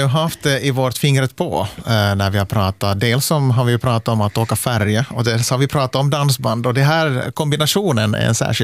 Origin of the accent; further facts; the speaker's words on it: Ostrobothnia, Finland; Ja, det kan ju hända att det beror på att jag är från Österbotten, att det har hörts därifrån